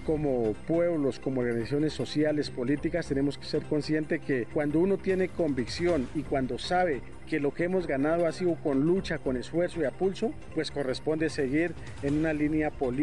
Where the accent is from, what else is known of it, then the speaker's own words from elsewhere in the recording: Colombia; como colombianos que somos